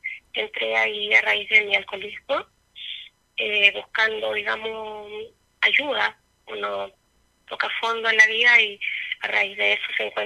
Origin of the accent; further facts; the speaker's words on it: Ancud, Los Lagos, Chile; soy de Ancud, tengo 50 años